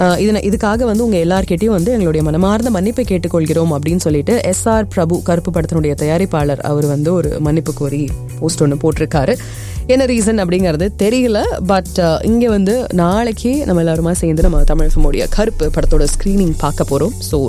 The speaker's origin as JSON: {"language": "Tamil", "town": "Coimbatore", "region": "Tamil Nadu", "country": "India", "said": "நாங்கள் வந்து கோயம்புத்தூர் தான் அண்ட் எங்கள் அப்பாவோட ஊர் வந்து குன்னூர் அப்படிங்கிறதுனால நாங்கள் அடிக்கடி அந்த பக்கம்லாம் போகிறது உண்டு."}